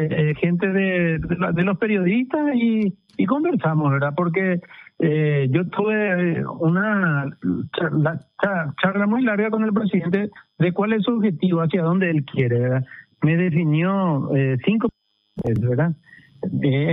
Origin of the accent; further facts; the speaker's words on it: Paraguay; como todo paraguayo de bien